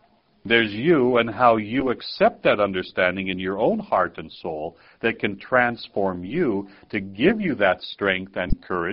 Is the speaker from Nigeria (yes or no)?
no; Canada; I'm Canadian, I'm English mind, right?